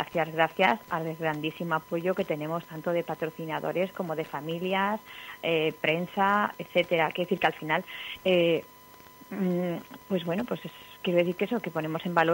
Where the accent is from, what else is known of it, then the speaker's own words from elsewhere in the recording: Calatayud, Aragon, Spain; creemos que representamos a Calatayud porque somos de Calatayud y que debemos seguir representando a Calatayud.